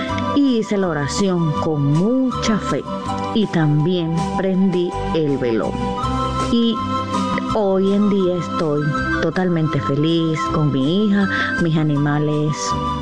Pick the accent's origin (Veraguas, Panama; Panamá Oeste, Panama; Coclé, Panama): Panamá Oeste, Panama; La Chorrera; soy de Chorrera.